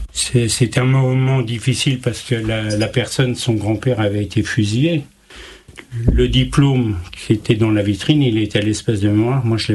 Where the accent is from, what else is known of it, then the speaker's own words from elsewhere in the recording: Xaronval, Grand Est, France; chez nous, à Xaronval